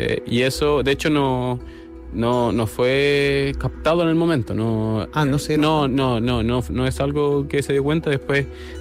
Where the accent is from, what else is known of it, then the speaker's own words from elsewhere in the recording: Rengo, O'Higgins, Chile; Y también decir que yo vengo de Rengo, allá no hay muchos centros médicos, ni mucho menos. Yo tuve que venir constantemente de Rengo a Santiago, Santiago a Rengo. Mi infancia se pasó en eso.